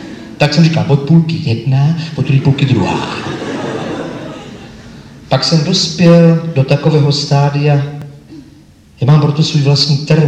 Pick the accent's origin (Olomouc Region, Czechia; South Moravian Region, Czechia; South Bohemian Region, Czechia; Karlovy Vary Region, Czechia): South Bohemian Region, Czechia; Tábor; born there; Já jsem se narodil v Táboře. V roku 1900.